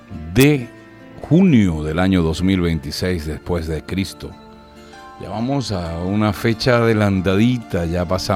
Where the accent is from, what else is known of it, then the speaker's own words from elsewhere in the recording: Venezuela; presento a mi tierra, a mi nación Venezuela.